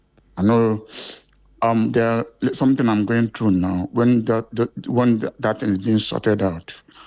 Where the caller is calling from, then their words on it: United Kingdom; I'm calling for United Kingdom.